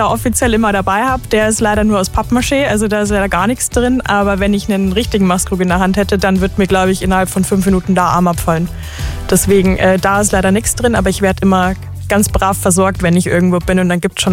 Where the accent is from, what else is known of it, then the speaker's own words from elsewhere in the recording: Munich, Bavaria, Germany; Boah, München, es ist meine Heimat, ich möchte da überhaupt nicht mehr weg.